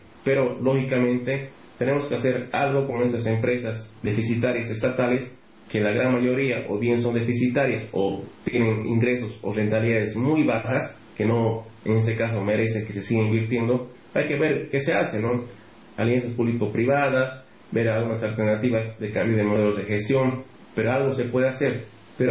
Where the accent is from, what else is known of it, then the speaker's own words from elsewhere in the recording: Bolivia; me pone triste como boliviano